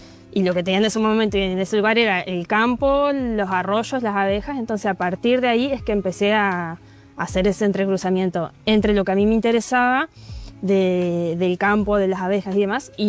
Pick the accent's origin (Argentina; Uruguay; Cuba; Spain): Argentina; Costa Grande, Entre Ríos; Yo crecí en una zona rural que se llama Costa Grande, que está más o menos a unos 80, 90 kilómetros de acá de Paraná. Hice mi jardín, primaria, secundaria, todo en escuela rural.